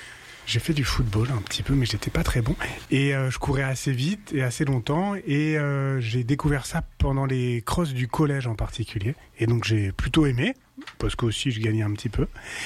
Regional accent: France; J'ai grandi en France et puis rêvé d'être footballeur

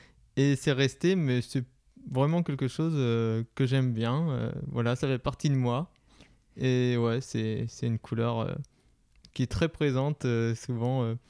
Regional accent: Auvergne-Rhône-Alpes, France; j'ai 25 ans, je viens du Beaujolais, un petit village qui s'appelle Frontenat dans les Pierres Dorées.

